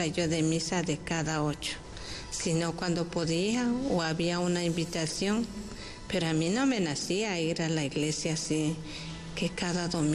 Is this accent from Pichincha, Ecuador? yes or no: no; Píllaro, Tungurahua, Ecuador; moved away as an adult; Yo soy de la provincia del Tungurahua de Píllaro.